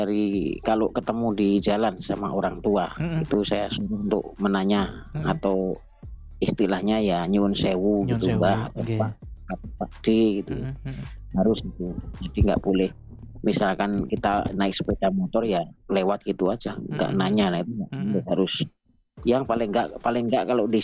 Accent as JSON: {"language": "Indonesian", "region": "Java", "country": "Indonesia", "said": "kita sebagai orang Jawa"}